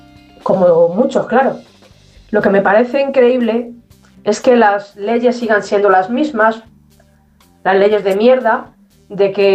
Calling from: Fuenlabrada, Community of Madrid, Spain; de Fuenla.

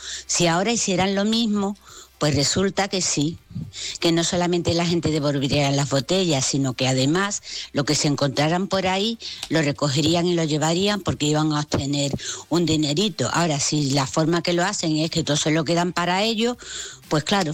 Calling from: Seville, Andalusia, Spain; de Sevilla.

